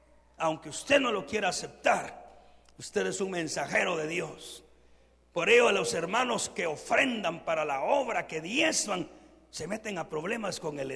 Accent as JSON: {"language": "Spanish", "country": "Guatemala", "said": "nuestra linda Guatemala"}